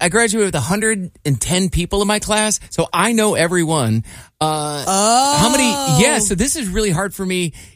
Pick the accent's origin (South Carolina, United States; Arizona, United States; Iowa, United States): Iowa, United States; moved away; I grew up in Iowa, so I never run into people I graduated with, here at least.